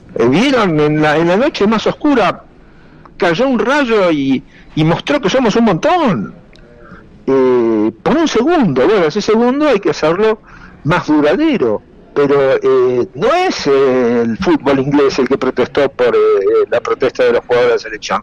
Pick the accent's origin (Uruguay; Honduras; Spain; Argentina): Argentina